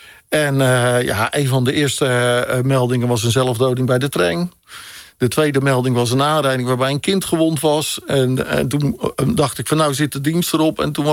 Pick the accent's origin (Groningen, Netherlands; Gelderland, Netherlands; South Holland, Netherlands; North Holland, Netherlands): South Holland, Netherlands; Vlaardingen; Ik ben geboren en getogen in Vlaardingen.